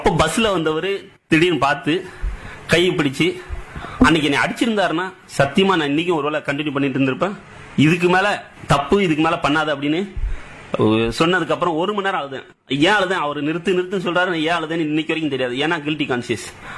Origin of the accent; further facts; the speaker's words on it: Tamil Nadu, India; என்னோட சொந்த ஊர் விருதுநகர் பக்கத்தில் ஒரு ஸ்மால் வில்லேஜ், 7000 பண்ணை. நான் 1978 வருஷம் பிறந்தேன்.